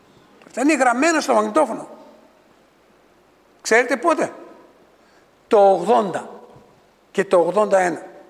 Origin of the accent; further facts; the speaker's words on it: Thessaloniki, Central Macedonia, Greece; moved away; Δεν το λέω επειδή είμαι Θεσσαλονικιός, όχι. Άμα ξύσεις λίγο θα δεις Κρήτη γράφει πάνω. την άφησα.